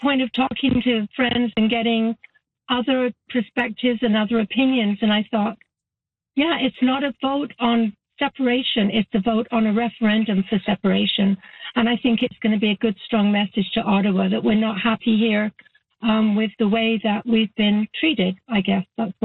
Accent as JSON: {"language": "English", "region": "England", "country": "United Kingdom", "moved": "yes", "said": "I live on my own. I'm an immigrant from England. We came here in the late 70s."}